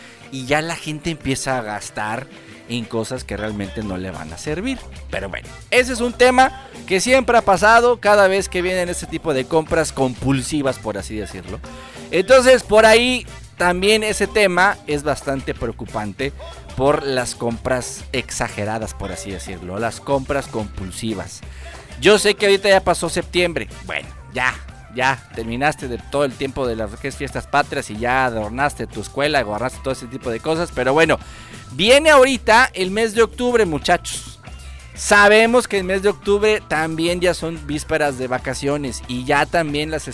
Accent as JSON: {"language": "Spanish", "country": "Mexico", "said": "somos como buenos mexicanos"}